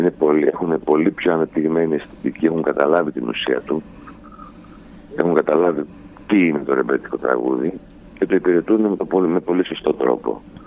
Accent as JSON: {"language": "Greek", "town": "Thessaloniki", "region": "Central Macedonia", "country": "Greece", "said": "ειδικά σαν Θεσσαλονικιός"}